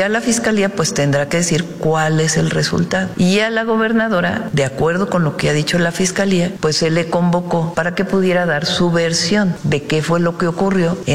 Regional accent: Mexico

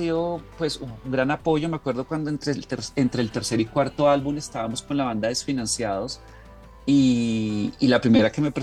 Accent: Bogotá, Colombia; Porque acá, como bogotanos, pues imagínate, ya hemos grabado como 15 videos en La Candelaria, otros 10 videos en el Neusa

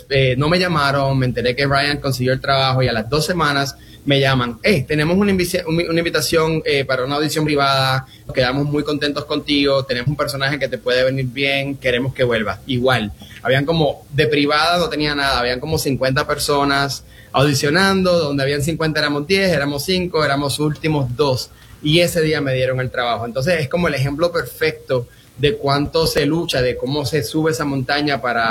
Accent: Vega Alta, Puerto Rico; moved away; mi pueblo natal, Vega Alta, del cual estoy extremadamente orgulloso de haber crecido ahí.

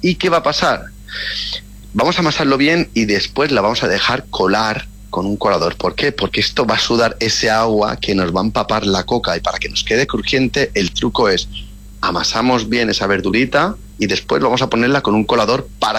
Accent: Balearic Islands, Spain

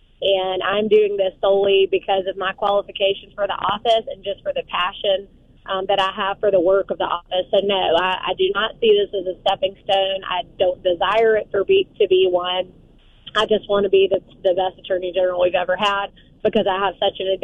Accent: Selma, Alabama, United States; So I'm a eighth generation Dallas County girl, come from a long line of farmers. I grew up in Selma, so small town

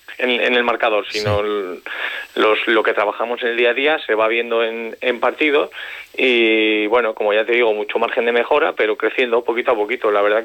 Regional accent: Logroño, La Rioja, Spain; moved away as an adult; y llegaba de nuevo también, porque yo salí de Logroño a los 18.

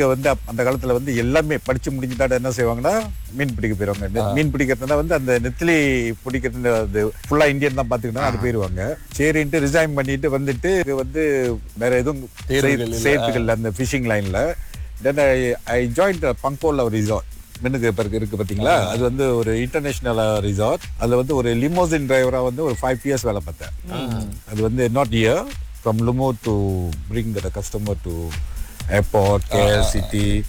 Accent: Pangkor, Perak, Malaysia; also born or lived in Sitiawan; நான் பிறந்த ஊரு, ஃபம் த்ரீ வரைக்கும் பங்கூர்ல படிச்சேன்.

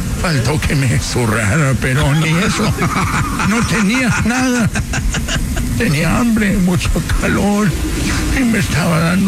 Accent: Mexico; Sí, no, soy yo. Yo soy mexicano.

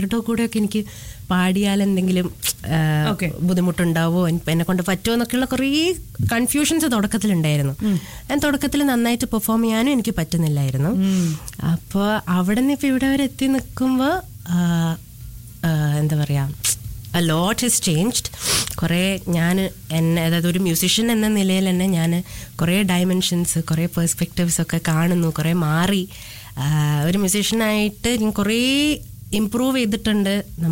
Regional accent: Qatar; ഞാൻ ഇവിടെയാണ് ജനിച്ചത്, ഇവിടെയാണ് പഠിച്ചത്.

